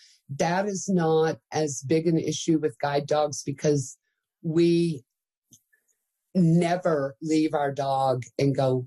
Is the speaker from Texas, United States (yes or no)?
yes; Texas, United States; Well, I'm a Texan. I have long legs.